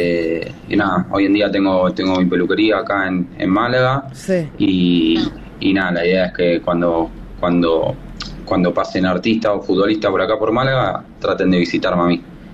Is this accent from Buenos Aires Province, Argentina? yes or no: yes; Quilmes, Buenos Aires Province, Argentina; moved away as an adult; now in Madrid, Spain; yo soy allá de Argentina, de Quilmes